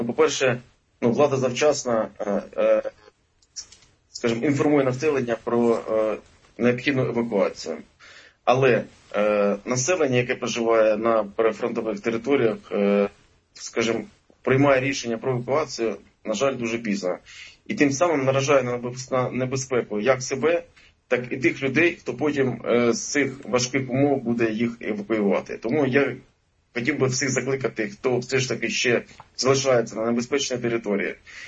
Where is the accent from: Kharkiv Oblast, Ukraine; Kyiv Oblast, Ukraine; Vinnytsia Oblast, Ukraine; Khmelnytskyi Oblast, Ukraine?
Kharkiv Oblast, Ukraine; Kharkiv; я хочу сказати, ну, як харків'янин